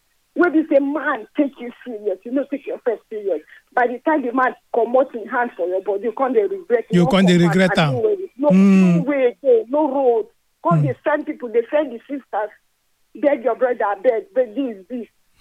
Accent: Lagos, Nigeria; from Banana Island, but I'm not calling from Lagos right now.

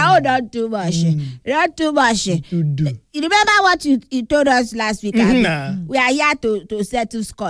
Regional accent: Nigeria; You are Nigerian, I'm a Nigerian too.

